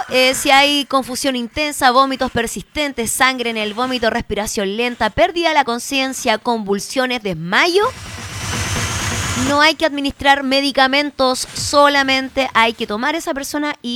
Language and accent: Spanish; Chile; si somos chilenos